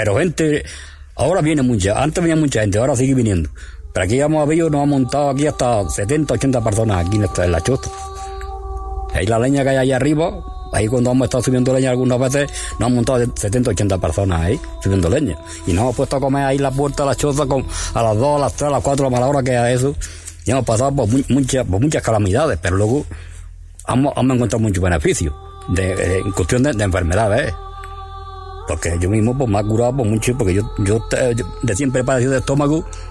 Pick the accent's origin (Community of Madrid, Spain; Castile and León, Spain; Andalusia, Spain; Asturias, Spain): Andalusia, Spain; born there; porque yo soy de Guato Tantilla también.